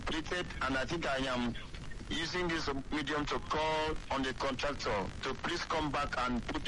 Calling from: Akwa Ibom, Nigeria; Oh, I'm calling from Akwa Ibom. I'm calling from Una.

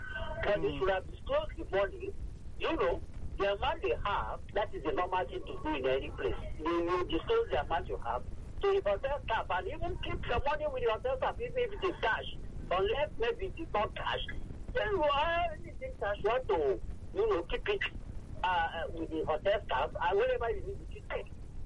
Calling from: Abaranje, Ikotun, Lagos, Nigeria; I'm calling from Abaranje, Nikoso.

